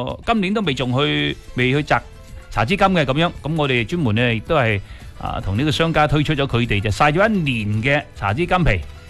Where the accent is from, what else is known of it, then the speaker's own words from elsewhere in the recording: Guangdong, China; 我哋广东